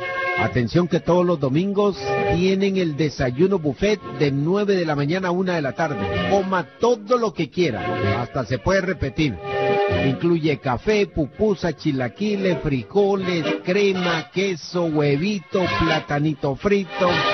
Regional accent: El Salvador; now in Massachusetts, United States; Y soy salvadoreño y orgulloso me siento.

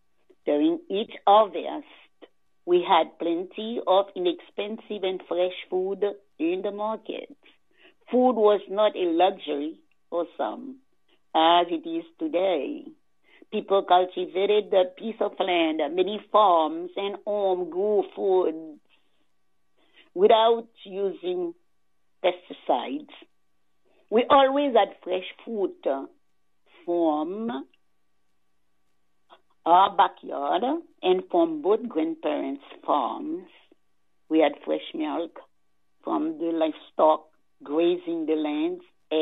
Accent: Haiti; When I was growing up in Haiti

